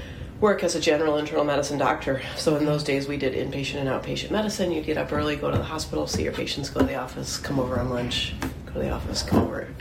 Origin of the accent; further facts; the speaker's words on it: Elmira, New York, United States; I'm a local from Elmira.